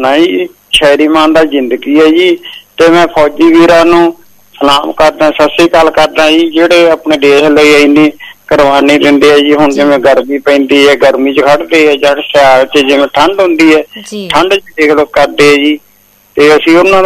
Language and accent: Punjabi; Kadhana, Punjab, India; ਆਰੀ ਯੂਨੀਵਰਸਿਟੀ ਬਠਿੰਡੇ ਤੋਂ ਬੋਲਦਾ, ਮੇਰਾ ਪਿੰਡ ਕਢਾਣਾ ਜੀ।